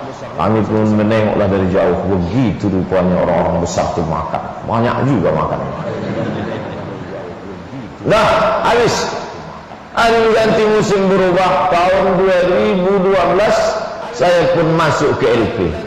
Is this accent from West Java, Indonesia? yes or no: no; Pekanbaru, Riau, Indonesia; saya orang Pekanbaru